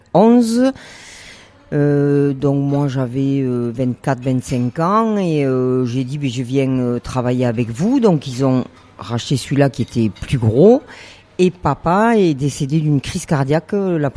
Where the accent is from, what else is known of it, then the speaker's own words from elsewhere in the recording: Lourdes, Occitanie, France; born there; moi je suis née à Lourdes.